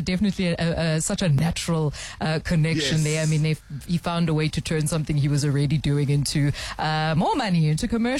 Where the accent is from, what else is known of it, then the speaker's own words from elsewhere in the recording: South Africa; whenever they ask me, oh, where are you from? And I say South Africa.